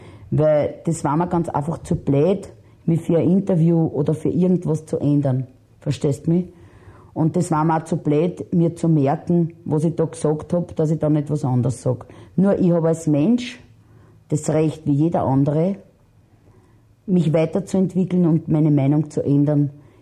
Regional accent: Vienna, Austria; Da ist der zweite Bezirk, wo ich aufgewachsen bin, voll mit mir durchgegangen.

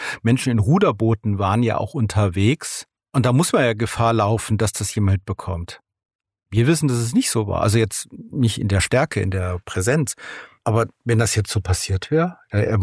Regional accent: Rhineland, Germany; weil ich bin ja aus süddeutscher Sicht oder österreichischer Sicht ja auch ein Preis als Rheinländer.

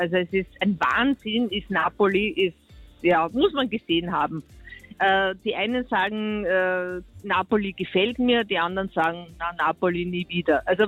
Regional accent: Vienna, Austria; now in Carinthia, Austria; Nein, aus Wien.

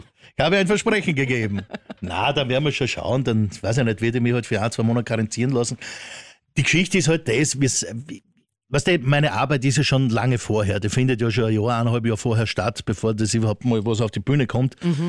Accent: Burgenland, Austria; Als Kind war ich schon Burgenländer.

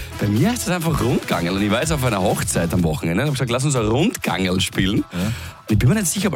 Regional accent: Styria, Austria; Ich bin Steirer und ich behaupte, bei mir in der Steiermark

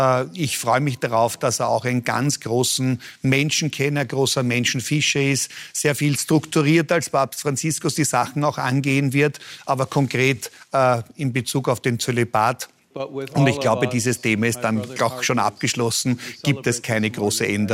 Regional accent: Vienna, Austria; Im Blick auf den Gemeindebau da hinten, dort bin ich aufgewachsen. Dort haben wir auch noch Schlangen suchen können, Pfeil und Bogen spielen und einiges von dem am Stadtrand von Wien erleben zu können, das mich echt als liebenden Wiener auszeichnet

